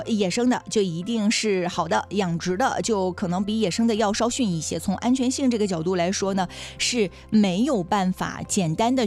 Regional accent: Dalian, Liaoning, China; 我们大连人也喜欢这样吃啊

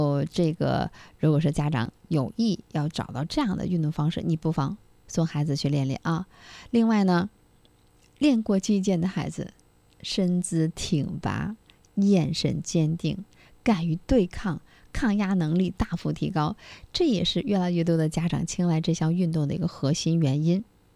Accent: Dalian, Liaoning, China; 咱们大连人

